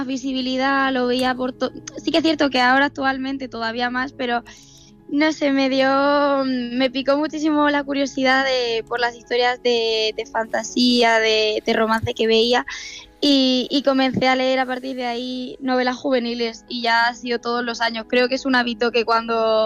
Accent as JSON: {"language": "Spanish", "town": "Murcia", "region": "Region of Murcia", "country": "Spain", "said": "De Murcia capital, exactamente. De centro. De hecho, cuando me confunden con el acento, digo, no puede ser, si es súper reconocible."}